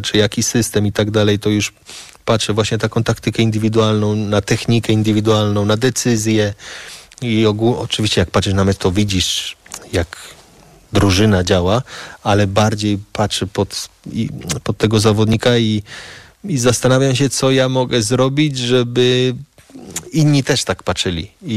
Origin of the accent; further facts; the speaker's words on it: Spain; jak ja się wychowałem w Hiszpanii i mi jak grałem w piłkę, jak jako dzieciak, jako starszy zwracali mi na to uwagę